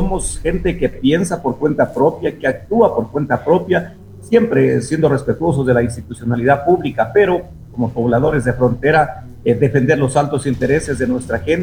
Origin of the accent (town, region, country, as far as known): Loja, Ecuador